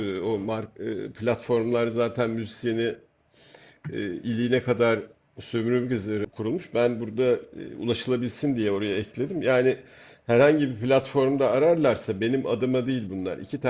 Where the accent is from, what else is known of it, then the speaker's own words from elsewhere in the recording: Rumelia, Turkey; Bunu da mesela ben Balkan'ım demem kendime. Ben Rumeliyim. Neden? Çünkü ben bu ülkenin insanıyım.